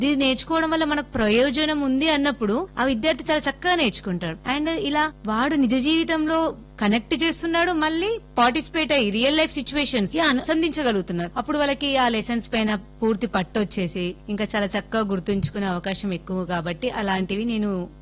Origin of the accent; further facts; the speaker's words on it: Gandhari, Telangana, India; ఇప్పుడు నేను పనిచేస్తున్న పాఠశాల నా స్వగ్రామం అన్నమాట.